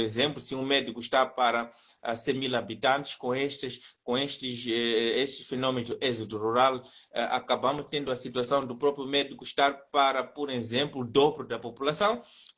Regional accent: Mozambique; numa situação em que nós deveríamos, como moçambicanos, irem buscar auxílio nisso.

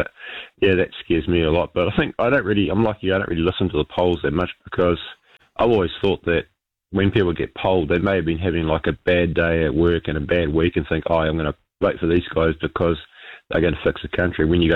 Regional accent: Hamilton, Waikato, New Zealand; moved away; I came from Hillcrest High in Hamilton.

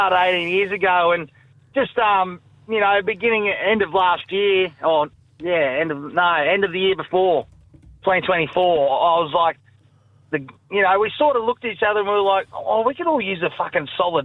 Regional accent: Australia; We're bloody Australian down here, mate.

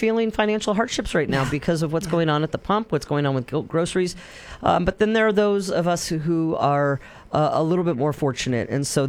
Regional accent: Wisconsin, United States; moved away; I'm originally from Wisconsin, and you can hear it whenever I talk about Wisconsin or Minnesota or yeah, you betcha.

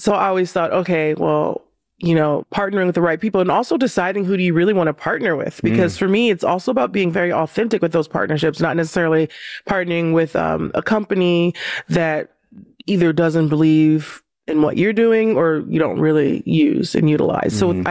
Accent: Compton, California, United States; first of all, I'm from Compton, California, and I remember playing on these courts

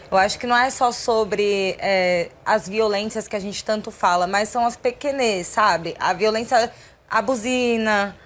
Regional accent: São Paulo, Brazil; eu sou de São Paulo

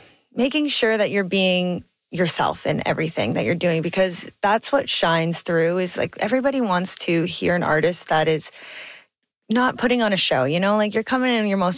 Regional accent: Thunder Bay, Ontario, Canada; I'm from Thunder Bay, which in, yeah, technicalities is a city, but not in comparison to Toronto.

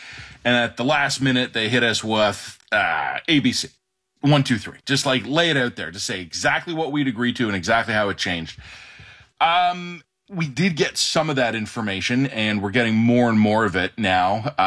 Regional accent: Canada; I'm a Canadian citizen. I'm a member of the press.

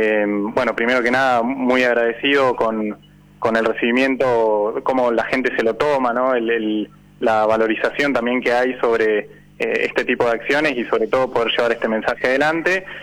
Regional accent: Argentina; Nosotros, obviamente, como muchos argentinos, estábamos viendo el partido acá, de hecho, en el taller.

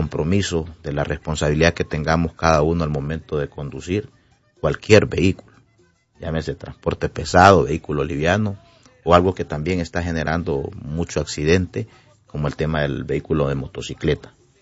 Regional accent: Honduras

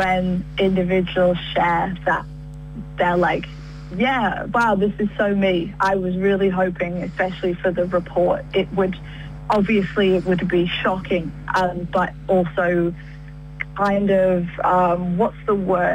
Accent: United Kingdom; also born or lived in Tunisia; I'm British and I'm Tunisian, which is in North Africa.

